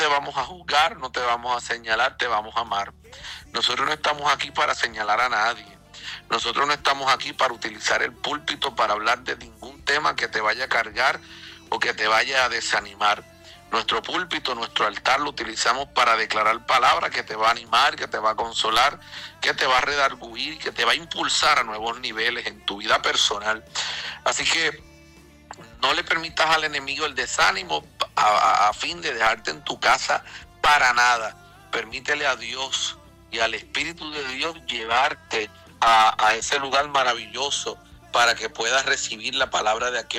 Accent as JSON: {"language": "Spanish", "country": "Puerto Rico", "said": "mi pueblo, al pueblo de Puerto Rico, al pueblo puertorriqueño"}